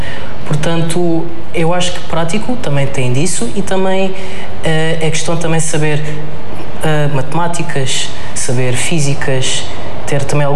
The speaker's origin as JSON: {"language": "Portuguese", "region": "Lisbon", "country": "Portugal", "said": "sou de Lisboa e estudo no segundo ano da licenciatura de Engenharia Civil."}